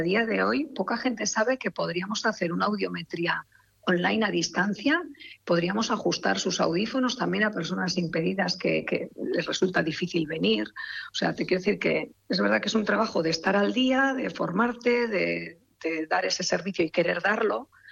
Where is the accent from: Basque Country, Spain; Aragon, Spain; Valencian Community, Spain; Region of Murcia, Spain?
Basque Country, Spain; San Sebastián; also born or lived in Santurce; Me vine luego a Donosti, soy donostiarra, sí